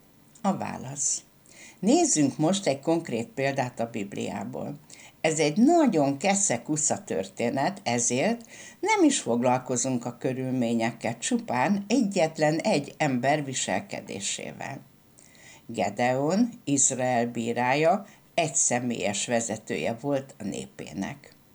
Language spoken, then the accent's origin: Hungarian; Hungary; A mi hazánk, mert Isten által ebbe a csodás magyar népbe születtünk, a mi hazánk a mi felelősségünk.